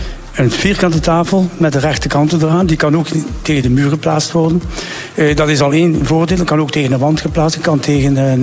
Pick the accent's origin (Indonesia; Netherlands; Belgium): Belgium; Ghent, Flanders; Dat doet natuurlijk heel veel plezier als Gentenaar.